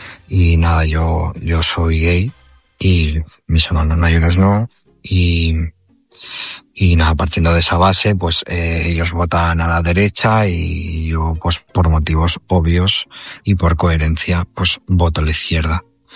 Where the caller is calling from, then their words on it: Valencia, Valencian Community, Spain; Soy de Valencia